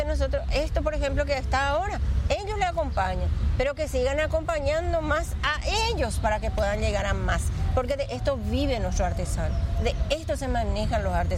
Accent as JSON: {"language": "Spanish", "town": "Yataity", "region": "Guairá", "country": "Paraguay", "said": "Yo inclusive tengo las mantillas de la Opo y auténtico porque es de mi pueblo, de Yataití."}